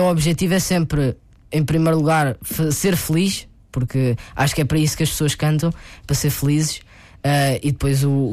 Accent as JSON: {"language": "Portuguese", "town": "Chamusca", "region": "Santarém", "country": "Portugal", "said": "É um fado da minha terra, da Chamusca"}